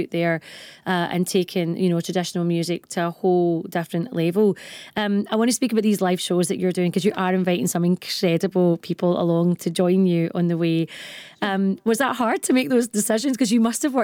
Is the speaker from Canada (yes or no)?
no; Glasgow, Scotland, United Kingdom; growing up in Glasgow and, you know, learning the violin and looking at trad music